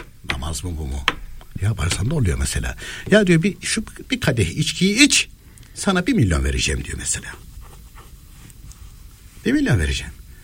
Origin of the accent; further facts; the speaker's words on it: Anatolia, Turkey; born there; Şimdi Anadolu'da var hala öyle kuyular. Çünkü benim köyümde de vardı öyle kuyu.